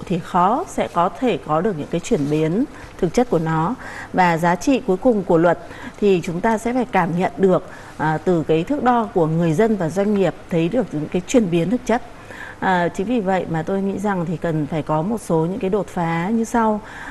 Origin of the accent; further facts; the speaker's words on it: Hanoi, Vietnam; Chúng tôi cũng là công dân là sống từ bé ở Hà Nội, lại còn ở phố cổ đấy.